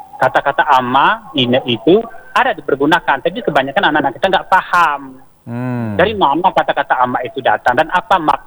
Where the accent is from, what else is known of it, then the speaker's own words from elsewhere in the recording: Takengon, Aceh, Indonesia; Karena berangkat kampung kita di Tweren.